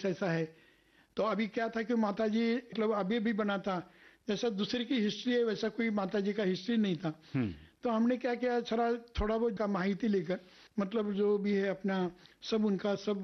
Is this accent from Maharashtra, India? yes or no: yes; Maharashtra, India; अभी मैं महाराष्ट्र का रहने वाला हूँ